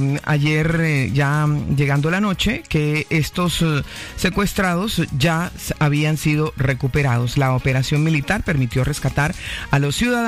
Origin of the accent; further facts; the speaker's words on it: Argentina; y yo soy argentina. Sí. Sí, soy argentina.